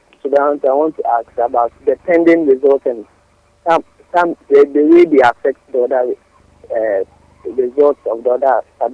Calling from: Apoma, Ghana; from Apoma.

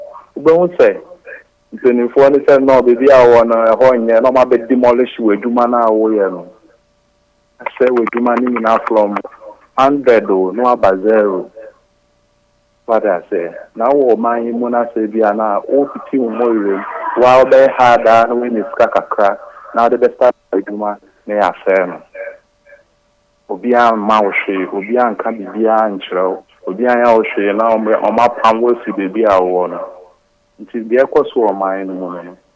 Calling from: Butre, Western Region, Ghana; I'm speaking from Butri.

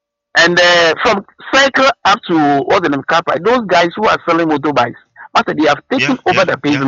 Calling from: Accra, Greater Accra, Ghana

